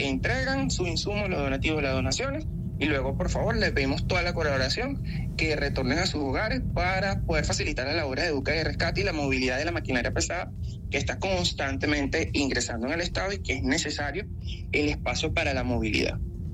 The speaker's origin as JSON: {"language": "Spanish", "country": "Venezuela", "said": "esa demanda que nos caracteriza como venezolanos"}